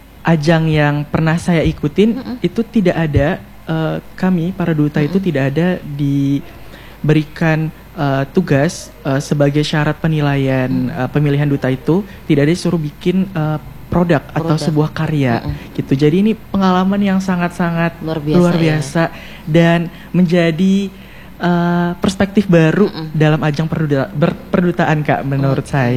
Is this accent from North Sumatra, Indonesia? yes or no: no; Samarinda, East Kalimantan, Indonesia; Asal Ulun dari Samarinda